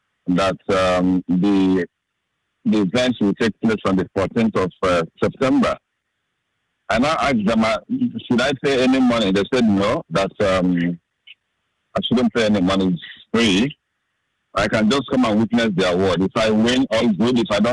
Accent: Nigeria; now in Footscray, Australia; I'm from Nigeria. I live in Footscray.

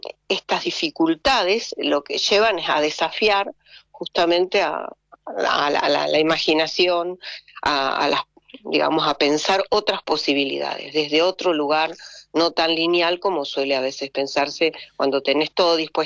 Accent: Bariloche, Río Negro, Argentina; born there; Yo soy nacida, toda mi familia es de la provincia de Río Negro. Sí, he tenido abuelos en Viedma, pero nací en Bariloche y me desarrollé como docente en lo que le llamamos la línea sur rionegrina

